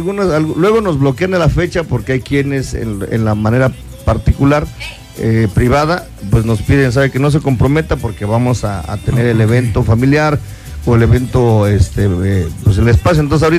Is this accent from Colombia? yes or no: no; Mexico; nuestro México